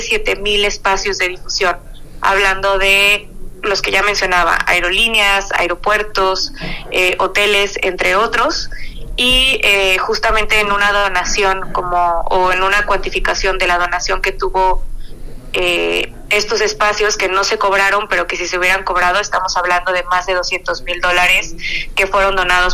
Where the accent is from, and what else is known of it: Mexico